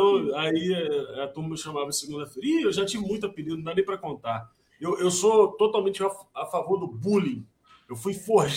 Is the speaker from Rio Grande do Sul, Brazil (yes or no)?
no; Espírito Santo, Brazil; Eu sou do Espírito Santo, né? Aqui tem muito nome indígena para as coisas.